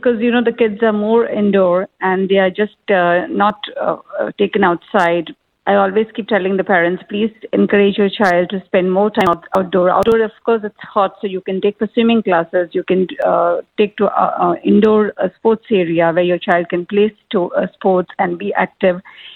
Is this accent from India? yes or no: yes; India; English is a second language; now in UAE